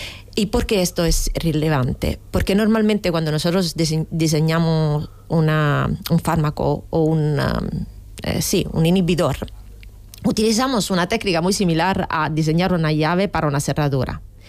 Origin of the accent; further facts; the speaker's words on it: Italy; Spanish is a second language; moved away; yo soy italiana, entonces utilizaré ejemplos italianos.